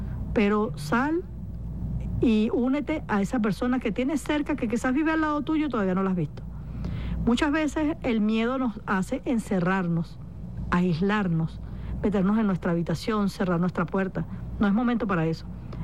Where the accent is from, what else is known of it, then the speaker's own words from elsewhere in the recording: Venezuela; Este es un momento que nos une, que nos abraza y que nos hace recordar quiénes somos como venezolanos.